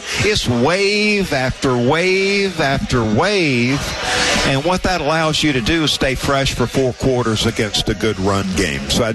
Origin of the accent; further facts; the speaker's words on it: Georgia, United States; As a young kid growing up in South Georgia